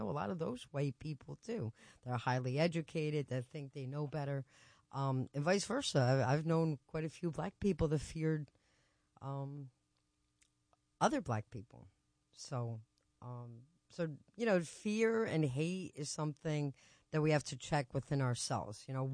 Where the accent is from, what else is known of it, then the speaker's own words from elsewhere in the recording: New Jersey, United States; I'm from Jersey.